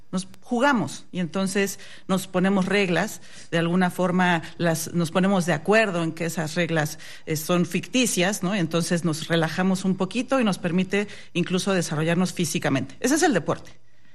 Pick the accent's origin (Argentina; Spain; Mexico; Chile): Mexico; nuestro temperamento como mexicanos.